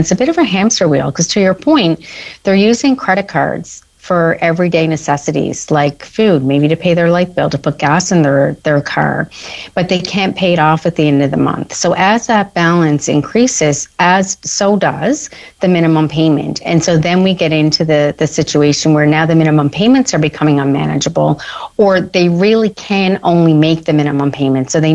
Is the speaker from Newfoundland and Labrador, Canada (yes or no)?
yes; Newfoundland and Labrador, Canada; as every Newfoundlander and Labradorian knows, we often find ourselves paying even more than other parts of the country. And this is due to covering costs of transporting food here in Newfoundland and Labrador.